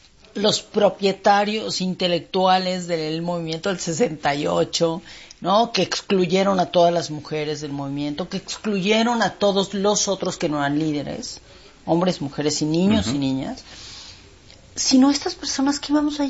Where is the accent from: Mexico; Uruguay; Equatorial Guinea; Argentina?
Mexico; Mexico City; Yo sentía cuando era niña en la Ciudad de México y en la colonia Mixcoac y en La Juárez, en todos los sitios donde nos movíamos a pie, que todos éramos iguales.